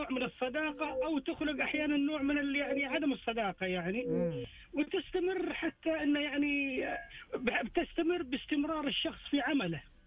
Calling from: Jeddah, Makkah Province, Saudi Arabia; أكلمك من جدة

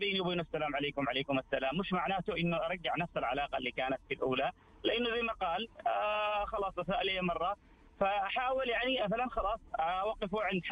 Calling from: Dammam, Eastern Province, Saudi Arabia; من الدمام.

